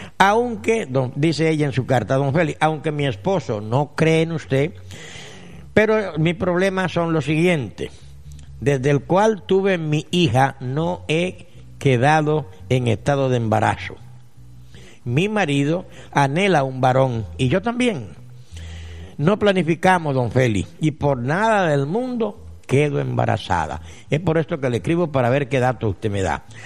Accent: Guapi, Cauca, Colombia; y me volví para la costa, o sea, para Guapi, de donde soy, y volví y me enfermé.

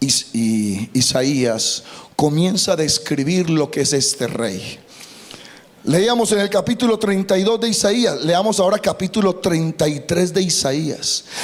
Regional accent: La Ceja, Antioquia, Colombia; del Oriente, del Retiro, de La Ceja.

